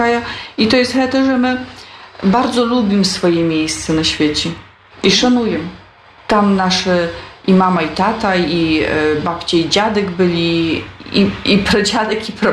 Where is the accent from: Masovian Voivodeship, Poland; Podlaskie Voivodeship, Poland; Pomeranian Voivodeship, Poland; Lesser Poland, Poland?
Podlaskie Voivodeship, Poland; Nowa Wola; A ja sama pochodzę z takiej bardzo malutkiej miejscowości, Nowa Wola, to jest gmina Michałowo. Bardzo fajne miejsce, bardzo хорошее miejsce. Ja tam żyła u chaci z moim rodzeństwem, z rodzicami, z dziadkami